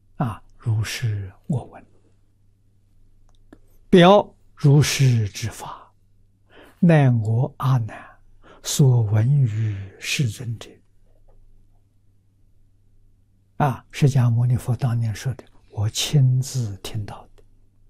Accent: China; 我们中国人

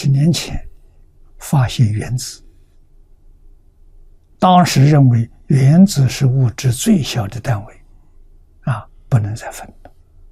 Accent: China; 我们中国人讲啊，皇天不负苦心人

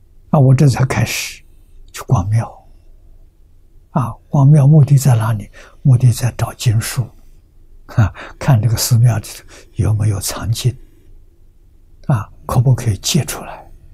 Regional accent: Lujiang, Anhui, China; 只知道是个同乡关系，啊，他是桐城人，我家乡在庐江。我们的距离现在20多公里，很近啊！

